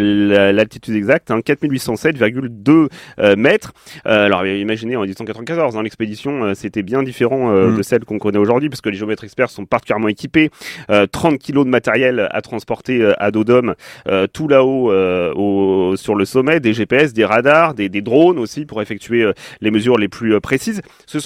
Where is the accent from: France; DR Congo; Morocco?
France; Auvergne-Rhône-Alpes; qui sont bien connus chez nous en Haute-Savoie.